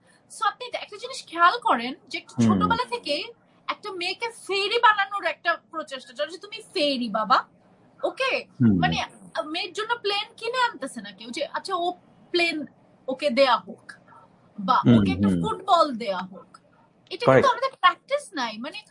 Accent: Dhaka, Dhaka Division, Bangladesh; born there; TSC তে বসে থাকতাম, আমাকে চারুকলায় রেখে আব্বু আম্মু রিহার্সাল করতো, মানে এভাবে আমি বড় হয়েছি ছোটবেলা থেকে।

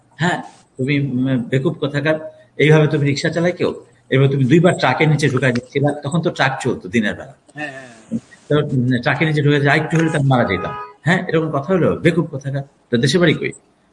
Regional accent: Narsingdi, Dhaka Division, Bangladesh; তা আমি এটার জন্য জিজ্ঞেস করছি যে আমার দেশের বাড়ি হচ্ছে নরসিংদী।

